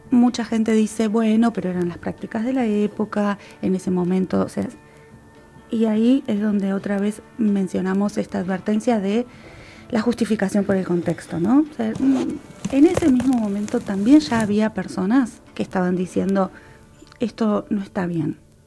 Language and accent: Spanish; Río Turbio, Santa Cruz, Argentina; Recordemos que yo soy de Río Turbio